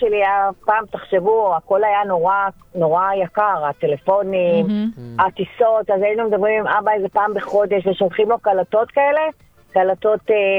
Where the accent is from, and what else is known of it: Ramat Gan, Tel Aviv District, Israel; born there; Hebrew is a second language; also born or lived in France